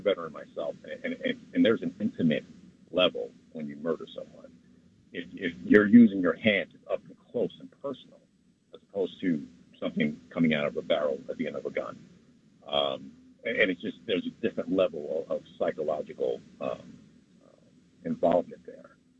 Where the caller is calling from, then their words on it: White Plains, New York, United States; from White Plains.